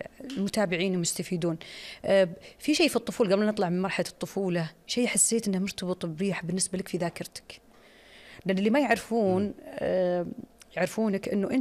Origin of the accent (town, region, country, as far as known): Saudi Arabia